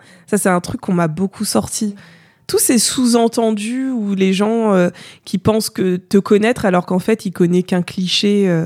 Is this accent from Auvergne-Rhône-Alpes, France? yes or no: no; Paris, Île-de-France, France; Mais avant, je disais « Bah, je suis française. » Tu vois, ou « Je viens de Paris. »